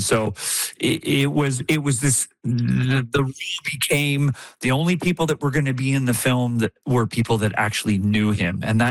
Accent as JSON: {"language": "English", "town": "Victoria", "region": "British Columbia", "country": "Canada", "tie": "born or raised there", "said": "I've been a … fan since I was a teenager growing up in Victoria, BC."}